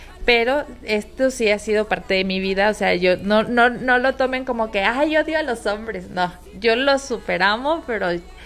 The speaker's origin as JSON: {"language": "Spanish", "town": "Zinapécuaro", "region": "Michoacán", "country": "Mexico", "said": "Sinapecuaro, Michoacán."}